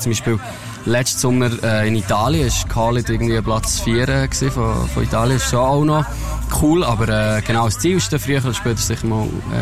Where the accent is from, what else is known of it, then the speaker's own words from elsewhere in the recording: Switzerland; Ich sage eben, ich komme von der Schweiz. Das ist sicher so meine Heimat, wo ich so viel wie möglich erreichen will.